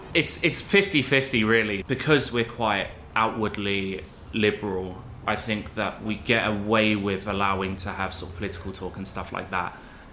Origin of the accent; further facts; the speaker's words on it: Dagenham, London, United Kingdom; born there; now in Exeter, United Kingdom; I grew up drinking in Dagenham